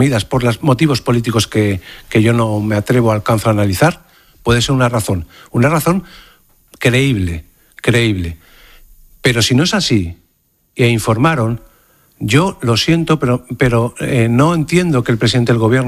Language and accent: Spanish; Spain; Bueno, pues yo sí creo, como español, que tenemos que buscar un responsable.